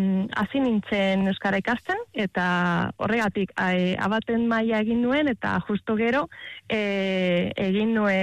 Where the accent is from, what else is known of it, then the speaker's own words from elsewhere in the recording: Málaga, Andalusia, Spain; Basque is a second language; now in Vitoria-Gasteiz, Spain; Ni Malagakoa naiz.